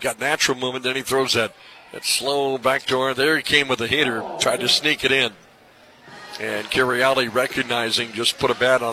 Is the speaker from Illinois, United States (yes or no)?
no; Williston, North Dakota, United States; I grew up in Williston, North Dakota.